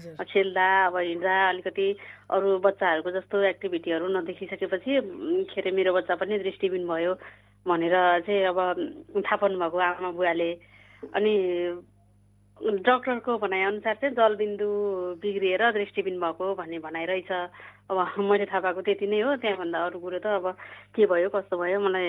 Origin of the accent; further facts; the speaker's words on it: Gorkha, Gandaki Province, Nepal; moved away as an adult; also born or lived in Kathmandu / Pokhara; now in Jitpur Simara, Nepal; पढेको चाहिँ मैले गोर्खामै, मेरो जन्मस्थान गोर्खा, गोर्खा जिल्लाको श्री अमरज्योति जनता माभिबाट मैले 2061 सालमा एसएलसी गरेँ। अनि काठमाडौँ हुँदै, पोखरा हुँदै, क्याम्पस पढ्दै